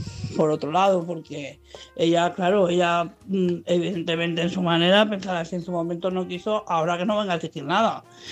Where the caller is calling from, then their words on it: Madrid, Community of Madrid, Spain; de Madrid.